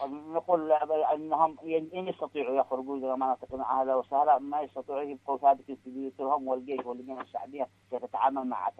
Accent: Taiz, Taiz Governorate, Yemen; بالنسبة للمواطن احنا متواصلين، احنا أبناء تعز بكل واحد مع أهل في المدينة

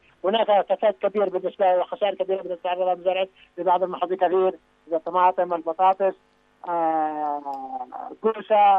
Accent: Dhamar, Yemen; عندنا في دمار هنا في محافظة دمار

